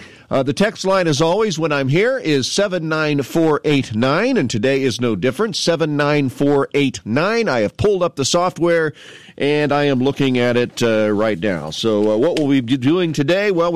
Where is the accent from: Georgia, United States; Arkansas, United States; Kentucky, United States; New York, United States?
Georgia, United States; Canton; He is the mayor of my hometown, Canton.